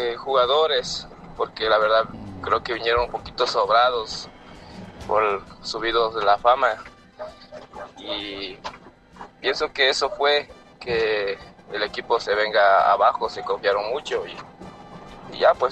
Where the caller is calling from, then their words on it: Ecuador; todos somos ecuatorianos